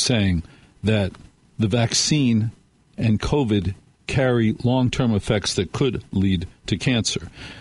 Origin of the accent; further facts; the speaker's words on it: New Jersey, United States; I was raised in New Jersey, and to know everything you need to know about me … host of The Other Side of Midnight on this station every night.